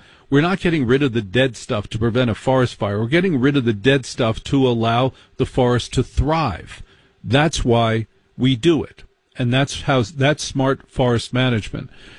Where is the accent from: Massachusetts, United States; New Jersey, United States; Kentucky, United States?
New Jersey, United States; I grew up in Jersey. I know different kinds of smoke because on any given day, the smoke could kill us. At any given moment, we could be killed by the smokes of New Jersey.